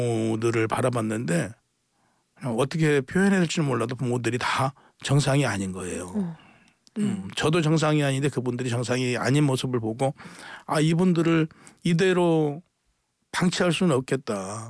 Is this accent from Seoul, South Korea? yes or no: no; Namwon, North Jeolla, South Korea; 제 고향이 이제 남원인데